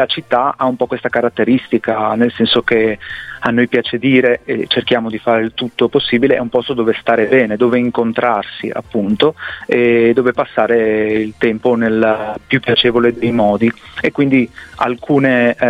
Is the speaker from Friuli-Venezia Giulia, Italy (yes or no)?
yes; Codroipo, Friuli-Venezia Giulia, Italy; noi guardando dalla nostra parte noi siamo di Cada Laghe, ma uno di Pordenone potrebbe dire la stessa cosa. Noi siamo insomma a metà strada, ripeto, fra Udine e Pordenone, e la città ha 16.000 abitanti, quindi una cittadina